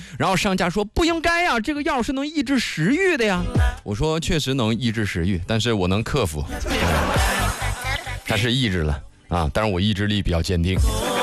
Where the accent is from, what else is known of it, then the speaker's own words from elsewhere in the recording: Nangong, Hebei, China; 因为我老家是邢台南宫的嘛，来一个那宫话说唱。